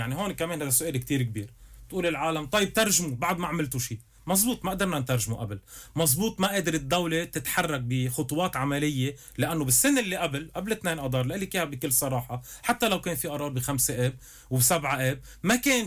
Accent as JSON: {"language": "Arabic", "country": "Lebanon", "said": "نحن كلبناني"}